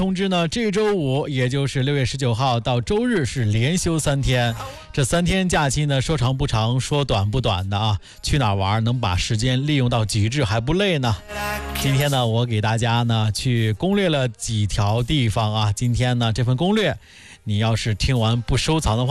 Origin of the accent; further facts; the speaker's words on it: Hebei, China; 我觉得这就是真正的咱们河北人过夏天的正确的打开方式。